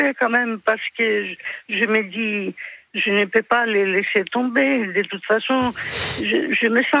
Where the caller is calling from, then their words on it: Paris, Île-de-France, France; j'habite à Paris.